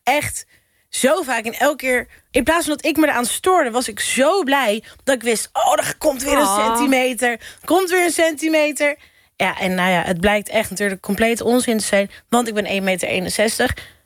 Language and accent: Dutch; Netherlands; want daar kom ik als Nederlander heel vaak.